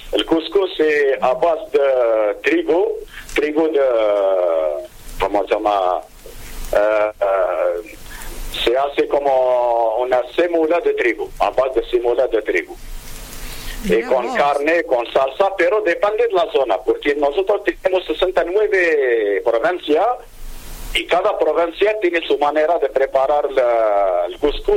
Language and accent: Spanish; Algeria; now in Argentina; aquí Argentina para mí es un país muy similar a mi país natal, Argelia